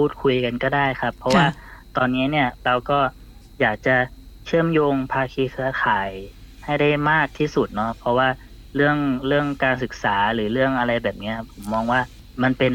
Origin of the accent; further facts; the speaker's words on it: Bangkok, Thailand; ผมเนี่ยเป็นคนกรุงเทพคนเดียวเนาะ